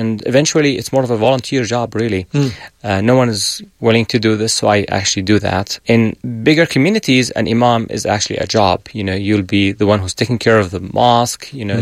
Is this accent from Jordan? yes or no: yes; Jordan; Growing in the Middle East, I think Islam as a religion that's pretty much global, in the Middle East, is part of the culture.